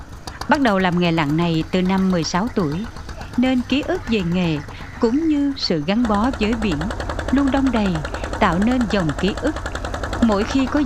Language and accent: Vietnamese; Kien Giang, Vietnam; Hòn Sơn quê tôi